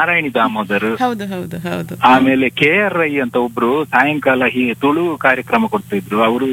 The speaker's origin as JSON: {"language": "Kannada", "region": "Karnataka", "country": "India", "tie": "born there", "said": "ಹುಟ್ಟಿದರೆ ಕನ್ನಡ ನಾಡಿನಲ್ಲಿ ಹುಟ್ಟಬೇಕು. ನಾನು ಕನ್ನಡದಲ್ಲೇ ಹುಟ್ಟಿದವನು."}